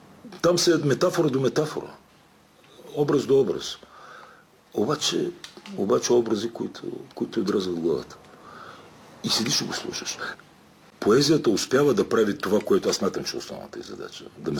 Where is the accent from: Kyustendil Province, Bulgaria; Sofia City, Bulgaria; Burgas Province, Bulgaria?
Burgas Province, Bulgaria; Burgas; moved away; И аз съм бургазлия, значи там той е такъв един по-разтропан град.